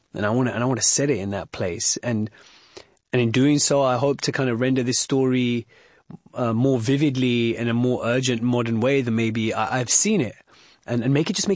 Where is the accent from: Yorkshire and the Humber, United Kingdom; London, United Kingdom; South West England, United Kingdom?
London, United Kingdom; Wembley; this Hamlet story set in, you know, medieval Denmark actually is exactly like growing up in Wembley.